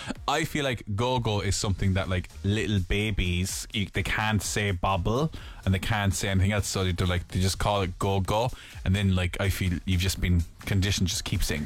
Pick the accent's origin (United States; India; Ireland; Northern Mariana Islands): Ireland; Cork, Munster; I'm from Cork.